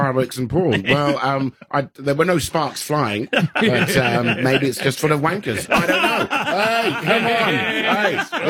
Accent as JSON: {"language": "English", "region": "London", "country": "United Kingdom", "said": "I come from London, and my palate, I think, is quite sophisticated."}